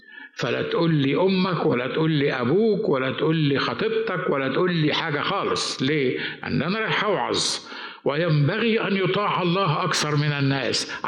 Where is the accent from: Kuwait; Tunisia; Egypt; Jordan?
Egypt; Upper Egypt; moved away; احنا في مصر